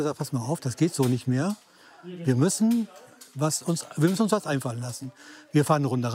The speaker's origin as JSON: {"language": "German", "country": "Germany", "tie": "born or raised there", "said": "Nein, ich komme hier aus dem Ort und bin hier geboren und bin seit 1964, knapp 65 im Schützenverein."}